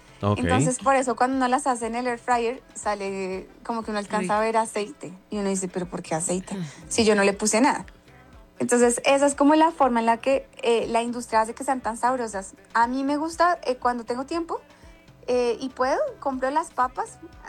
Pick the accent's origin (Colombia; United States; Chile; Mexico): Colombia; los colombianos somos muy generosos